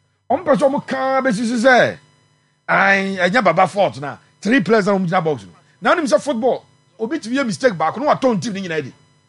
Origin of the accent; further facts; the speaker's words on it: Ghana; Not because I'm a Ghanaian.